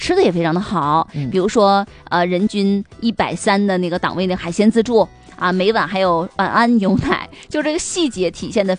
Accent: Northeast China, China; 咱们东北人对大海有执念。

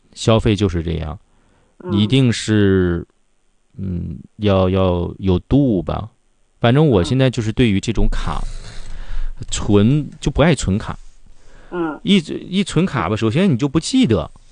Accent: Northeast China, China; accent: Northeastern Mandarin; 就是咱们东北话叫洗大澡出去

